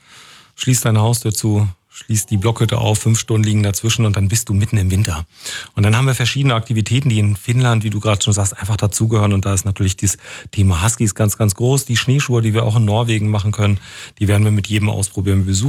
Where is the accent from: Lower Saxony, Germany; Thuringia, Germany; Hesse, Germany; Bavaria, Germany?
Thuringia, Germany; Also als Thüringer weiß ich, was wir im Schnitt im Schrank haben.